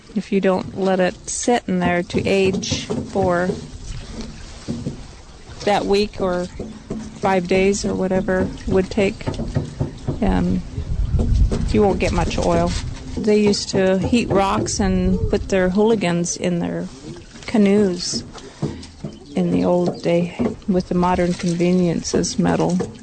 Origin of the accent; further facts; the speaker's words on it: Klukwan, Alaska, United States; I'm from Klakwan, Alaska.